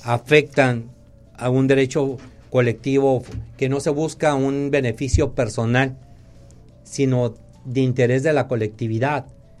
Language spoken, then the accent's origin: Spanish; Mexico; nos consideramos así porque somos mexicanos